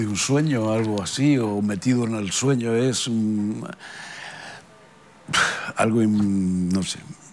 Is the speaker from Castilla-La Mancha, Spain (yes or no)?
yes; Valdepeñas, Castilla-La Mancha, Spain; born or raised there; now in Ceuta, Spain